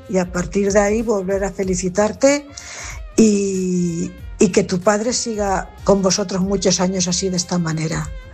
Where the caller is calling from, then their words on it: Cuenca, Castilla-La Mancha, Spain; corresponsal de Cuenca.